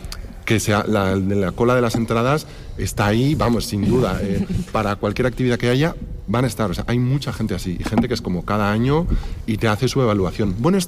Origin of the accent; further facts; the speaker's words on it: Valladolid, Castile and León, Spain; yo sí que soy de aquí de Valladolid de toda la vida, dedicado a las artes escénicas.